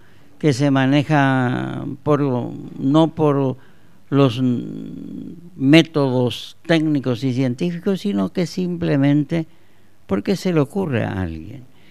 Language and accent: Spanish; Fernando de la Mora, Central, Paraguay; yo soy también de Fernando.